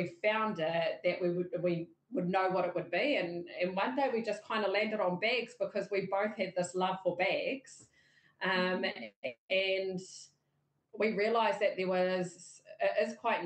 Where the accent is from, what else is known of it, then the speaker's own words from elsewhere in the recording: Northland, New Zealand; I am a proud Northern bred wahine Māori, born and bred in Taitokerau, Northland girl through and through